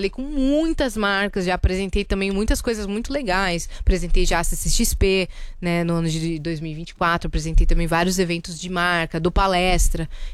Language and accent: Portuguese; São Paulo, Brazil; A gente é da Zona Norte de São Paulo, né?